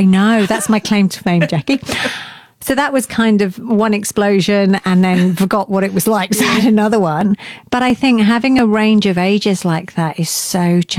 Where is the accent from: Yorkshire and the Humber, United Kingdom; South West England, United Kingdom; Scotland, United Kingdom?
South West England, United Kingdom; now in New Zealand; So I'm from right down in the southwest, but it's that same kind of country vibe.